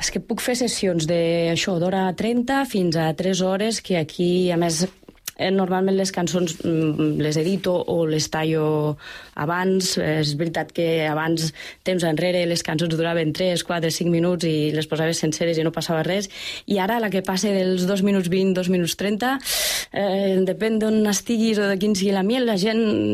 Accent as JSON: {"language": "Catalan", "town": "La Seu d'Urgell", "region": "Catalonia", "country": "Spain", "tie": "born or raised there", "also_born_or_lived": "Montferrer", "said": "soc de Montferrer, però soc nascuda a la Seu, he viscut a la Seu, la meva mare viu a la Seu"}